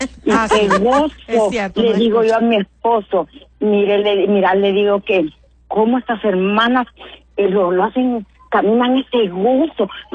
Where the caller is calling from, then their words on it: Tegucigalpa, Francisco Morazán, Honduras; De la colonia Flor del Campo.